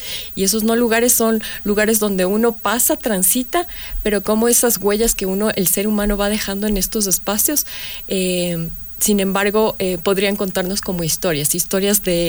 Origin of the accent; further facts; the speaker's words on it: Quito, Pichincha, Ecuador; born there; como yo nací aquí en Quito